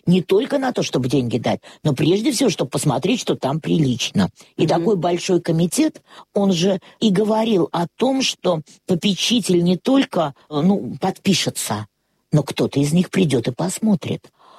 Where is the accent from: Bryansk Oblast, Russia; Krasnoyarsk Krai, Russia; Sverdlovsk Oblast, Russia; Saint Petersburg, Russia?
Saint Petersburg, Russia; born there; а я родилась в доме на Большой Подъяческой 8.